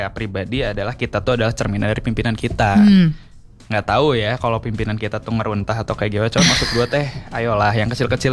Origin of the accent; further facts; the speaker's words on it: Bandung, West Java, Indonesia; Oh, dari lahir aku di Bandung.